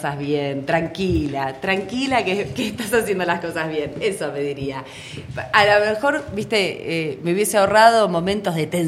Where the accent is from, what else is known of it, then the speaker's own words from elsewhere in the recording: Neuquén, Argentina; Yo soy de Neuquén.